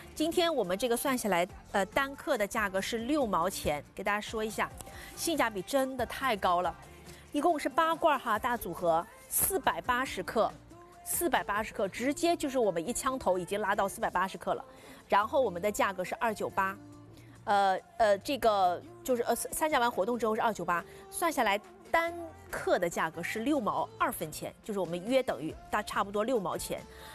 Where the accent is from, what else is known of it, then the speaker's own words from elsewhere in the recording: Jiangxi, China; 我是江西人，我是特别爱吃辣的